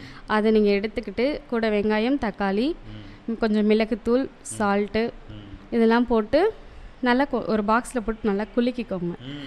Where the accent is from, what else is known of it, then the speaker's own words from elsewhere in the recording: Tiruvarur district, Tamil Nadu, India; என்னோடய சொந்த ஊர் பார்த்திங்கன்னா திருவாரூர் மாவட்டம் மானந்தக்குடி.